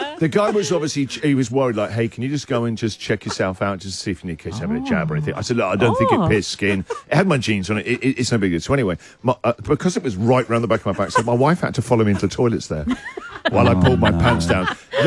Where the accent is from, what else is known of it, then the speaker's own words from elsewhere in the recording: England, United Kingdom; now in Australia; We're English.